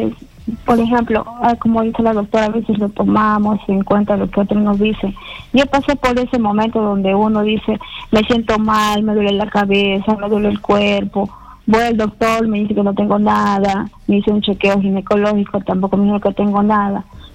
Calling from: Callao, Peru; estoy llamando desde Kendo, de Callao.

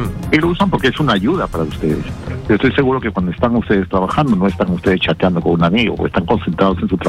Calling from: Callao, Peru; Del Callao.

